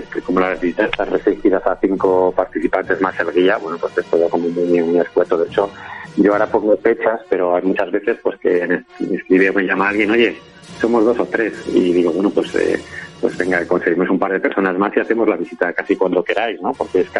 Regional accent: Salamanca, Castile and León, Spain; Bueno, yo la verdad es que suelo ir mucho porque, como digo, soy de Salamanca

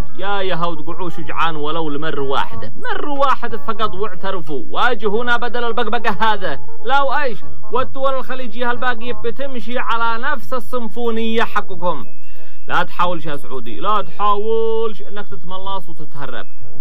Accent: Yemen; بلادنا اليمن

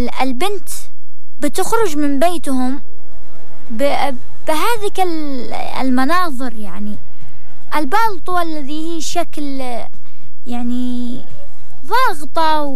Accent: Yemen; عندنا في اليمن

